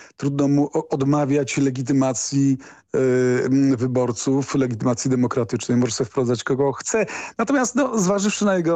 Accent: Kraków, Lesser Poland, Poland; moved away; sam zresztą jestem krakowianinem i utrzymuję dość bliskie relacje z tym miastem.

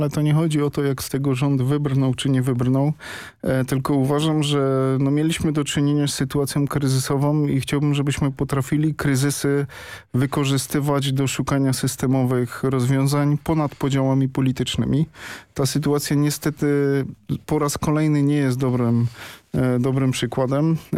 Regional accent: Wodzisław Śląski, Silesian Voivodeship, Poland; born there; now in Rybnik, Poland; mam napisane w życiorysie, że się urodziłem w Wodzisławiu Śląskim.

